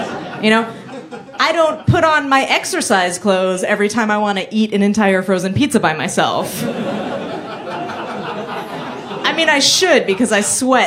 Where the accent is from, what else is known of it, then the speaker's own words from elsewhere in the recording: San Francisco, California, United States; When I go to other parts of the country and I tell them I'm from San Francisco